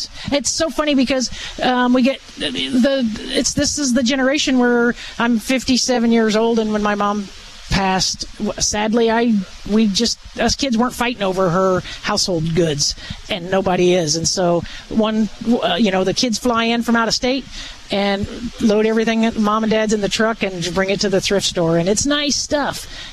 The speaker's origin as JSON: {"language": "English", "town": "Buckhart", "region": "Illinois", "country": "United States", "tie": "born or raised there", "said": "Born and raised in Buckhart."}